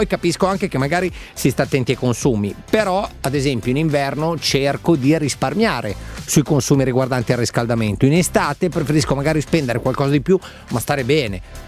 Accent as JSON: {"language": "Italian", "town": "Goito", "region": "Lombardy", "country": "Italy", "said": "In Lombardia, nella pianura padana, nel mio paese d'origine, Goito, in provincia di Mantova, che è sotto il livello del mare."}